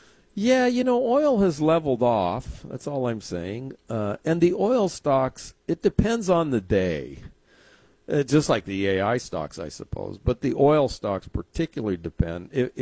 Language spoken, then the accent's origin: English; San Diego, California, United States; So I enjoyed it because the Navy, I'm from San Diego. My father was in the Navy in World War II